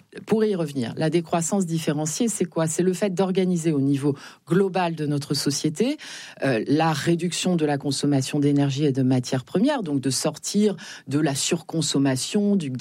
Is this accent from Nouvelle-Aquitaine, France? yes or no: yes; Nouvelle-Aquitaine, France; Moi, chez moi, en Deux-Sèvres, la courbe de la disparition des oiseaux et des insectes